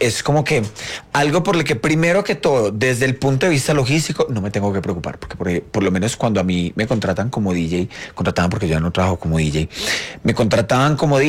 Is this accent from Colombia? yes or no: yes; Colombia; ir a hablar sobre mi canción en Colombia, que es mi país de origen